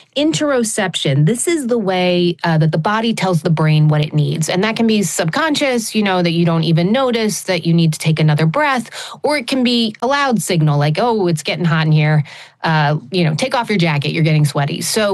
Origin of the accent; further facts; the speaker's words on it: United States; Yeah, you know, for me, I think growing up in the United States, we're so focused on organized sports